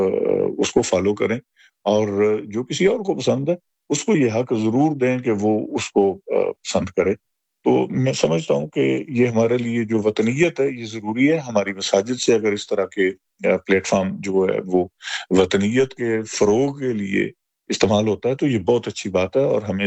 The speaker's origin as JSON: {"language": "Urdu", "country": "Pakistan"}